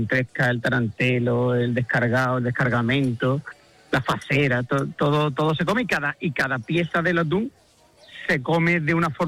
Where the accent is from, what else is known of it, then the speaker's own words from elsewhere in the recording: Villanueva, Andalusia, Spain; y en mi tierra, por la parte que decías tú, Ana, muy bien, que mi pueblo está a 40... Yo digo que Villanueva está a 40 kilómetros de todo, porque está a 40 kilómetros de Huelva capital, está a 45 de Sevilla